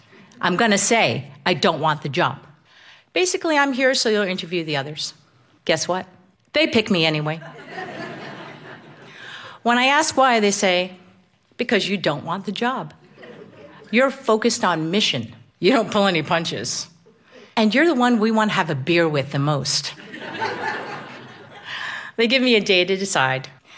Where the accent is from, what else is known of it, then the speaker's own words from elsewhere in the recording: New Jersey, United States; now in Boston, United States; I grew up on the Jersey Shore. I now live on the South Shore of Boston